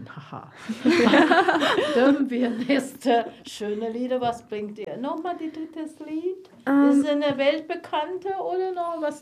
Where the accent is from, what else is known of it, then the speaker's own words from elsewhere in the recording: Taiwan; born there; German is a second language; moved away; Ich wurde in Taiwan geboren, sie wurde in China geboren